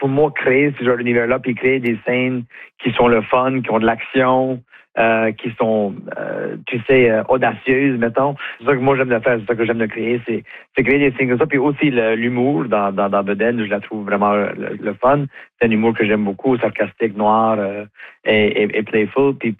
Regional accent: the Maritimes, Canada; on est capable à pousser l'enveloppe ici chez nous au Maritime, en Acadie.

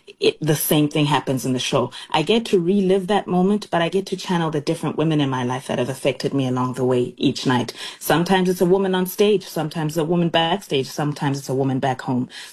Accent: South Africa; first language Xhosa; English is a second language; as South Africans, we're primed to learn other languages. So I speak, my native language is Xhosa, the same language that was spoken by Nelson Mandela … …

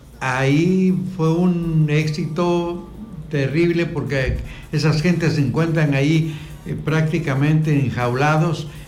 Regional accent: Ocotlán, Mexico; now in Tuxtepec, Mexico; ya traía yo desde mi tierra, Ocotlán

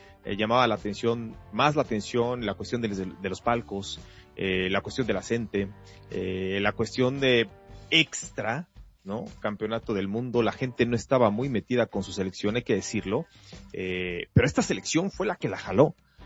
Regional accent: Mexico City, Mexico; en México, en mi ciudad, en mi país, en la capital de la República Mexicana.

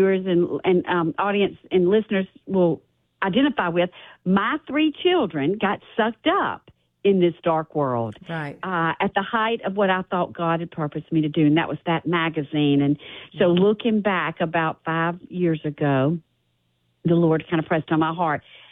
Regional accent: Mississippi, United States; You know, we were born and raised in Mississippi, and we did all the right things.

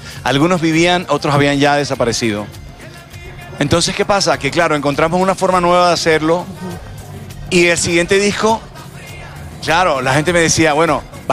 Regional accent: Caribbean Region, Colombia; nosotros somos tropicales del Caribe

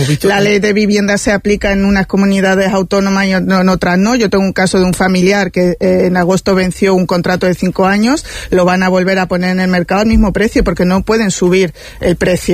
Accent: Torremolinos, Andalusia, Spain; yo que soy de Torremolinos

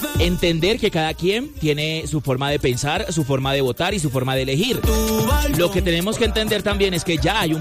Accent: Colombia

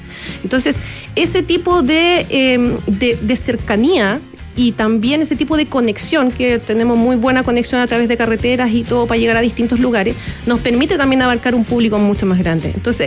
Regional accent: Pichidangui, Coquimbo, Chile; Mira, yo vengo de Pichiangui. En Pichiangui tenemos el Cerro Santa Inés

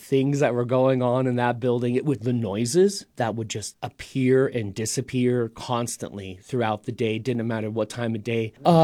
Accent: Kamas, Utah, United States; I grew up in Camas, Utah. I saw Park City as the big city.

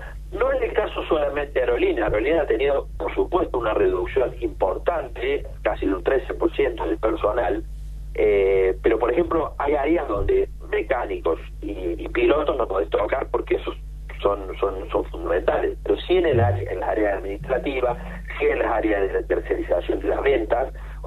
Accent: Villa del Totoral, Córdoba, Argentina; un gringo de Villa del Totoral, de donde soy yo

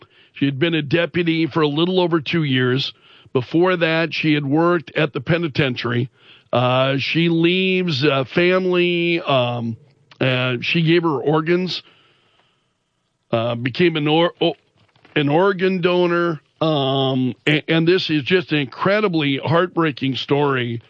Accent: Sioux Falls, South Dakota, United States; born or raised there

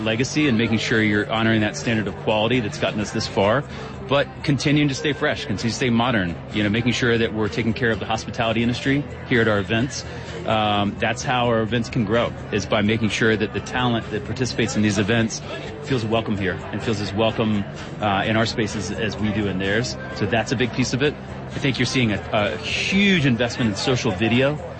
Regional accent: North Carolina, United States; also born or lived in Atlanta; now in Birmingham, Alabama, United States; I grew up in North Carolina.

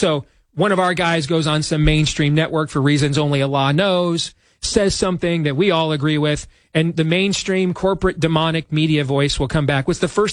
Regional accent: Michigan, United States; like it wasn't in my home state of Michigan

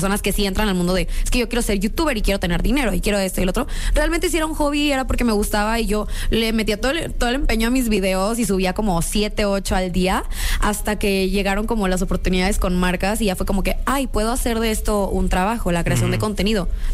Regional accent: Reynosa, Tamaulipas, Mexico; todos piensan que soy también de Tamaulipas porque me crié en frontera.

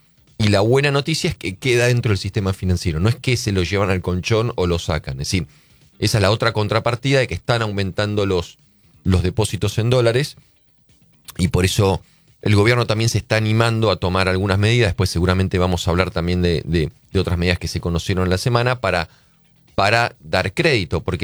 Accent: Argentina; nos pasa a los argentinos?

